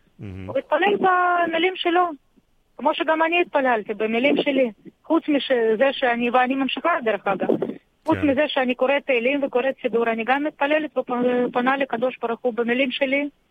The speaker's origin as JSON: {"language": "Hebrew", "country": "Russia", "tie": "born or raised there", "moved": "yes", "lives_now": "Israel", "said": "גדלתי ברוסיה הסובייטית, שבכלל לא ידעתי לא על החגים יהודיים ולא על כלום ושום דבר. כשהגעתי לישראל, אז הגעתי לקיבוץ של שומר הצעיר."}